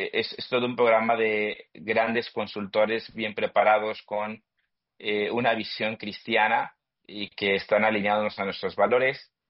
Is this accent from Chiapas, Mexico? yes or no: no; Guadalajara, Jalisco, Mexico; Soy de Guadalajara, Jalisco, pero...